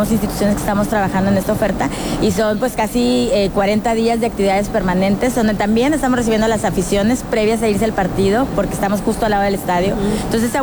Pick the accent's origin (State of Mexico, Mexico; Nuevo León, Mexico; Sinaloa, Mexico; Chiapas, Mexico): Nuevo León, Mexico; Monterrey; born there; Nací en Monterrey, orgullosamente de Nuevo León, y aquí estaré trabajando.